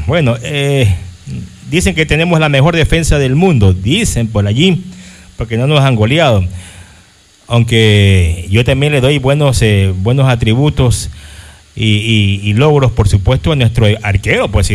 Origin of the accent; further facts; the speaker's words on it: Ecuador; hay que demostrar que somos ecuatorianos